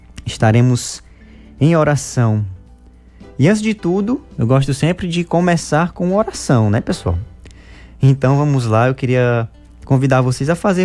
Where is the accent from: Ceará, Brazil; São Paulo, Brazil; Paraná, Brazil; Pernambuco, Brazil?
Ceará, Brazil; Quixadá; moved away as an adult; now in Rio de Janeiro, Brazil; eu sou jovem missão aqui na cidade do Rio de Janeiro, venho de Quixadá, no Ceará. Estarei aqui em missão por um ano, cheguei na missão em fevereiro